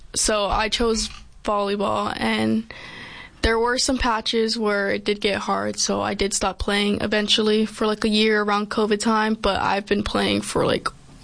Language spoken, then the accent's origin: English; Aiea, Hawaii, United States; moved away as an adult; now in Arizona, United States; I was living there my whole entire life, and then wound it up here.